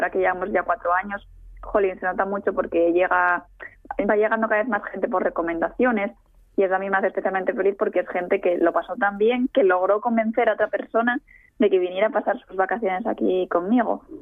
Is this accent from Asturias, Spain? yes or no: yes; Asturias, Spain; accent: fala; Aunque aquí no hablemos asturiano, falamos fala